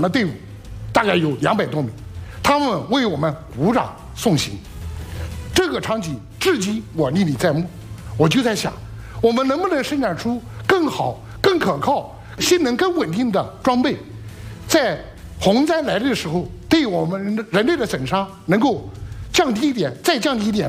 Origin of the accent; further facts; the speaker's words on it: Anhui, China; 我来自一个皖南山区的一个县城